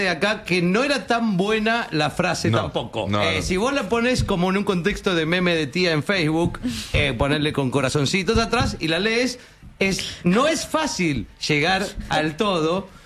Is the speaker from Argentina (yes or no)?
yes; Argentina